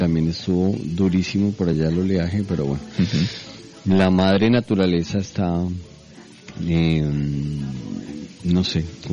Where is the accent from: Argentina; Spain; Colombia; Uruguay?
Colombia; Además estuve por allá, como decimos en Colombia, de pataperro me fui al partido de Colombia a México